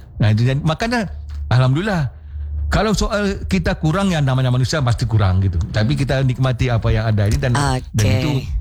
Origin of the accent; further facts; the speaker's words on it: Pekanbaru, Riau, Indonesia; kalau kami Melayu di Pekanbaru, jangankan sesuatu yang membahagiakan, kami beli motor kabut tepung tawar gitu.